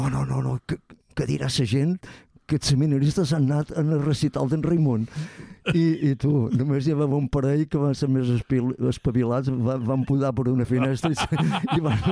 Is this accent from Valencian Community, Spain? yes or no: no; Ferreries, Balearic Islands, Spain; also born or lived in Maó; Jo som de Ferreries, uh-huh. però després vaig anar a viure a Mó